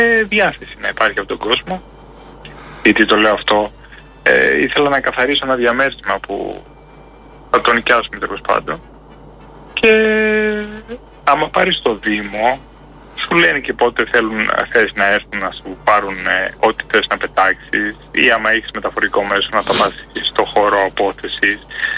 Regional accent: Greece; γιατί είναι μακριά, είναι καμιά ώρα από το χωριό μου.

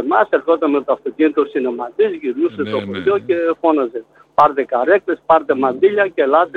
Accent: Central Macedonia, Greece; Εγώ η Αριζέα το μεταξύ, να χωριό δίπλα από την Αριζέα.

